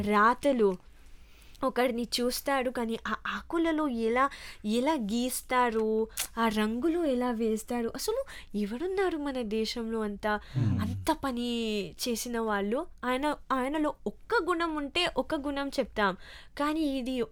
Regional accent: Mauritius; నేను అన్నా నేను మారిషస్ నుంచి వచ్చాను మారిషస్ నుంచి వచ్చానని వినగానే

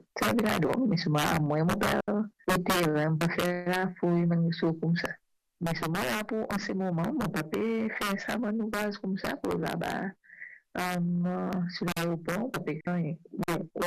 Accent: Seychelles; Je suis de Seychelles.

